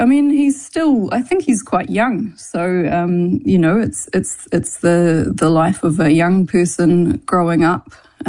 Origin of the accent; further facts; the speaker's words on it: New Zealand; as Pākehā New Zealanders